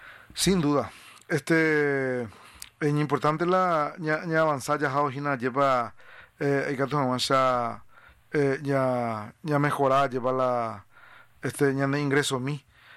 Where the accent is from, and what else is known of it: Paraguay